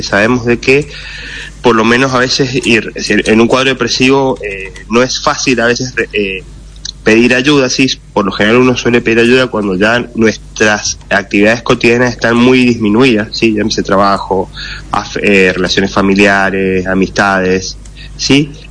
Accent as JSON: {"language": "Spanish", "country": "Argentina"}